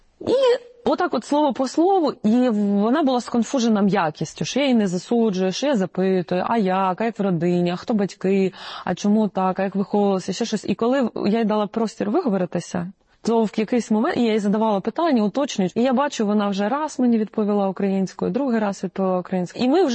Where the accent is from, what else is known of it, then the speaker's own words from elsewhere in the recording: Russia; moved away; я з Російщини українка